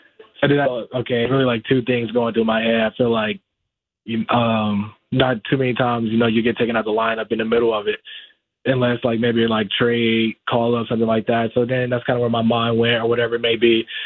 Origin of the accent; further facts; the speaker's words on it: Georgia, United States; Obviously, we're on the West Coast, and I'm from Georgia myself.